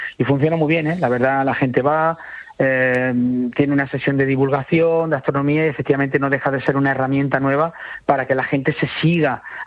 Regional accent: Jaén, Andalusia, Spain; yo en concreto que soy de Jaén, pues también siempre me siento muy identificado con eso, ¿no?

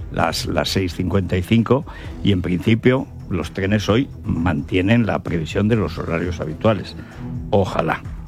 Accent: Aragon, Spain; No, sí, pero yo, porque soy aragonés, pero tengo razón.

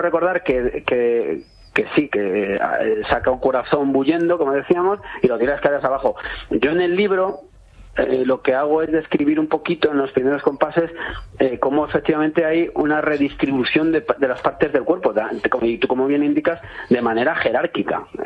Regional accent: Cuenca, Castilla-La Mancha, Spain; Hola, Pedro, muy bien, muy bien. En mi pueblo, en Cuenca estoy.

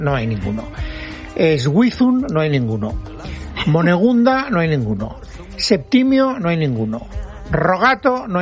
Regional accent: Valencian Community, Spain; Yo digo Mercadona porque es el que frecuento, porque como soy valenciano, pues ¿qué lo vamos a hacer?

